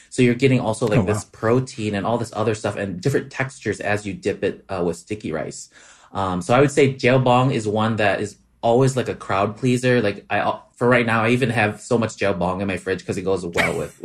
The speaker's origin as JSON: {"language": "English", "region": "Wisconsin", "country": "United States", "tie": "born or raised there", "said": "So my family's from Southern Laos, and I grew up in Wisconsin, but with my mom always cooking Lao food at home."}